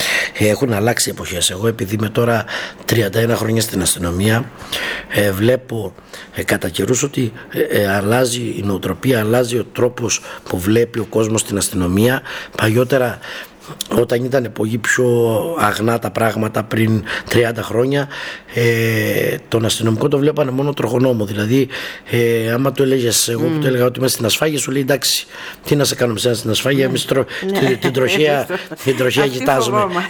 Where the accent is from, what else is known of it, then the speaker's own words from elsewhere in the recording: Crete, Greece; now in Rhodes, Greece; η Κρήτη είναι πολύ μεγαλύτερη και το ξέρω πάρα πολύ καλά, γιατί είναι η καταγωγή μου από εκεί.